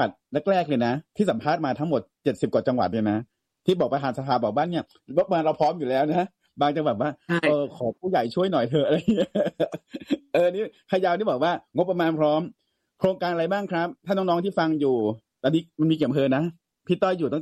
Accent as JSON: {"language": "Thai", "region": "Phayao", "country": "Thailand", "moved": "yes", "lives_now": "Bangkok, Thailand", "said": "เป็นคนพะเยานะสมัยโน้นเนี่ย"}